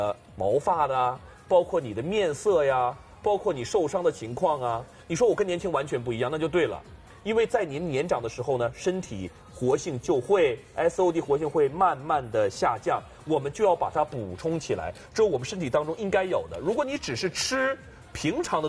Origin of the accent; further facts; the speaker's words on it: China; 我们中国人老祖宗养生也是这样的，用天然的食材